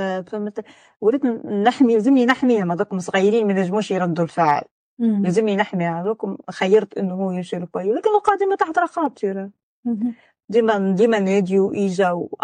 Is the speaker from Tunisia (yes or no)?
yes; Tunisia; احنا مجتمع تونسي ومجتمع